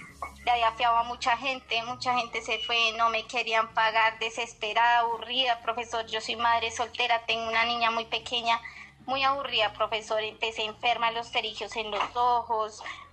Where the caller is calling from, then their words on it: La Mesa, Cundinamarca, Colombia; Acá de la Mesa Cundinamarca, profesor.